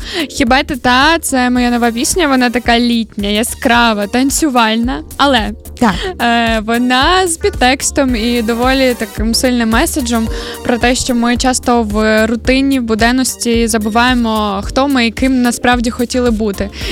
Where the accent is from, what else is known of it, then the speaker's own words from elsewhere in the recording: Kamianets-Podilskyi, Khmelnytskyi Oblast, Ukraine; Знімали ми на Бакоті, на моїй батьківщині, тому що я родом з Кам'янця-Подільського.